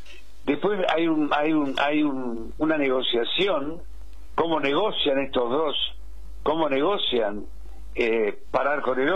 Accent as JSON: {"language": "Spanish", "country": "Argentina", "also_born_or_lived": "Puerto Rico", "moved": "as an adult"}